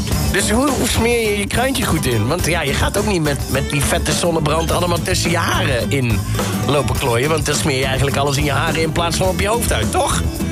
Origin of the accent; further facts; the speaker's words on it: North Brabant, Netherlands; wij als Brabanders, wij Bourgondiërs